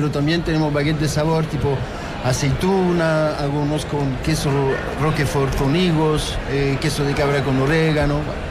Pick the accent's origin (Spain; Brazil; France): France; now in Chile; vengo de Francia a hacer un producto más o menos que traigo de ahí.